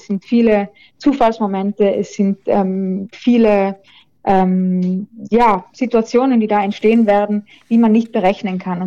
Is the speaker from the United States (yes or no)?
no; Trentino-Alto Adige, Italy; in Südtirol oder als Südtiroler